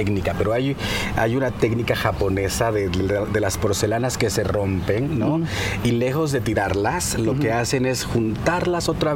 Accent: Mexico; lo que somos como mexicanos

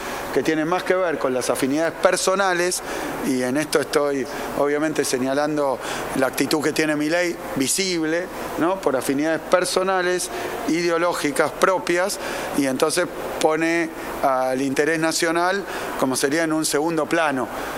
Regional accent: Argentina; accent: Rioplatense; lo digo en Río Platense

